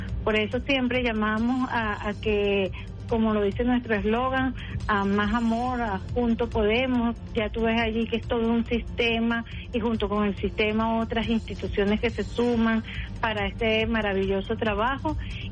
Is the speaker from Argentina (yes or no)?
no; Venezuela; como pueblo venezolano, que además que hemos crecido mucho en la fe de Dios